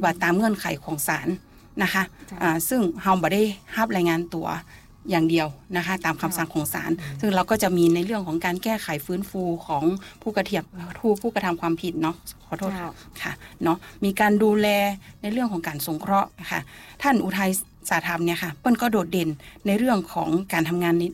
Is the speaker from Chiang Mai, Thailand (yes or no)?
yes; Chiang Mai, Thailand; now in Lamphun, Thailand; เป็นคนเชียงใหม่เจ้า